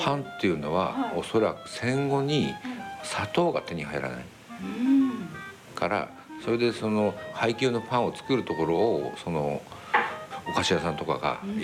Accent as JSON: {"language": "Japanese", "region": "Akita", "country": "Japan", "moved": "yes", "said": "秋田なんですけど。"}